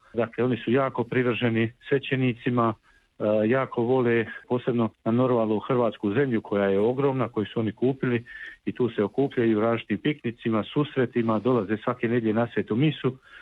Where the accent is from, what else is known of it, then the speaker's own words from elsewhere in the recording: Ljubuški, Federation of Bosnia and Herzegovina, Bosnia & Herzegovina; A Humac mi je inače i rodna župa, ja sam rodom iz Ljubuškoga, tako da mi je to sve domaće i drago